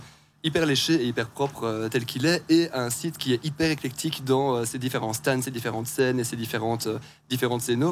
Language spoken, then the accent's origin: French; Liège, Wallonia, Belgium; je viens de Liège.